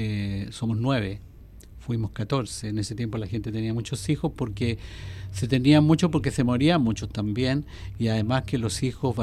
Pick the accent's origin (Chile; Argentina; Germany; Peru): Chile; Rosario, O'Higgins; Yo nací en la casa, en Apalta, ahí en Rosario.